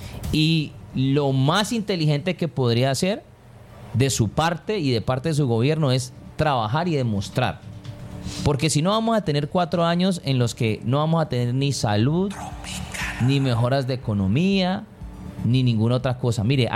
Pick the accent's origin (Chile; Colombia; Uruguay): Colombia; la gente no respeta lo que yo como colombiano puedo haber pensado